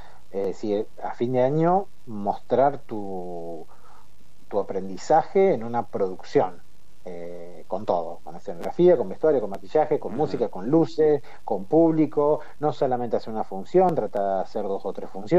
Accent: Trenque Lauquen, Buenos Aires Province, Argentina; now in La Plata, Argentina; yo soy oriundo de Trenquelauquen y cuando me vine a vivir a La Plata

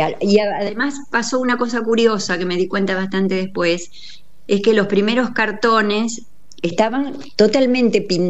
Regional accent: La Bulalle, Córdoba, Argentina; born there; Yo soy cordobesa, pero sin acento porque vengo del sur. Nací en La Bulalle, provincia de Córdoba.

